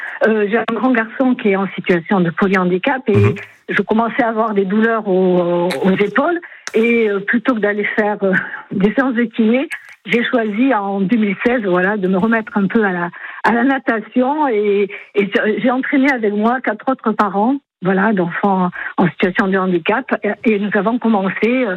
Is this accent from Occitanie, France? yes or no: no; Bordeaux, Nouvelle-Aquitaine, France; Je suis de la Bastide, originaire de la Bastide.